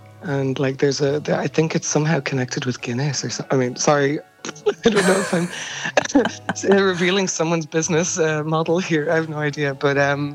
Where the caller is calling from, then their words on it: Brussels, Brussels-Capital Region, Belgium; I am calling from Brussels.